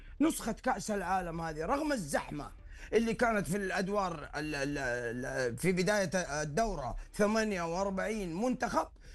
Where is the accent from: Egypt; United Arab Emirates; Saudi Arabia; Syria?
Saudi Arabia; عندنا في المنتخب السعودي